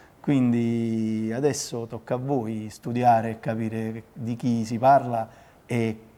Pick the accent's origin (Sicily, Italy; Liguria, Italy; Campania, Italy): Campania, Italy; Naples; noi già come napoletani, come lingua napoletana abbiamo l'orgoglio di avere appunto una lingua.